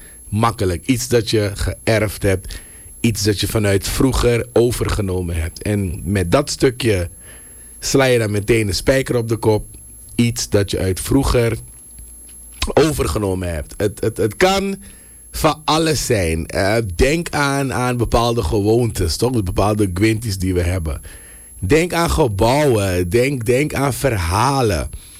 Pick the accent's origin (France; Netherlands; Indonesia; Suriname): Suriname; We zijn allemaal Surinamers, maar we zijn een mengelmoes. En die mengelmoes vormt Suriname.